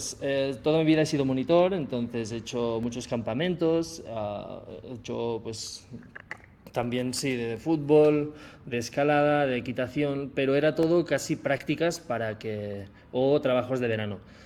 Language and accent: Spanish; Olot, Catalonia, Spain; born there; yo en verano pues seguía grabando algún videito en mi pueblo. Pero ¿quién va a ir a mi pueblo de Olot?